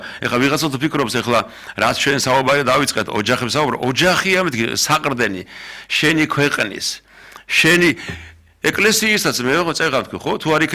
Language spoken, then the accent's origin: Georgian; Mtskheta-Mtianeti, Georgia; მე ხევსური ვარ